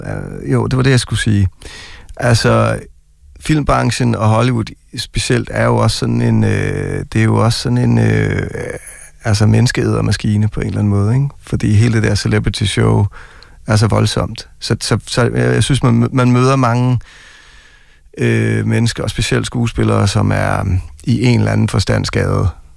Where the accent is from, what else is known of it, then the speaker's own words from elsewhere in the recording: Jutland, Denmark; Jeg vil nu sige, måske er det fordi jeg kommer fra Jylland og sådan ude fra syvende plovfuger.